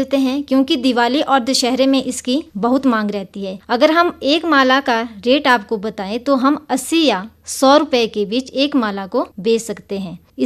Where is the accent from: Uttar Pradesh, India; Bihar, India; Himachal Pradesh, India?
Himachal Pradesh, India; Ghaini; मेरा गाँव घैणी में है।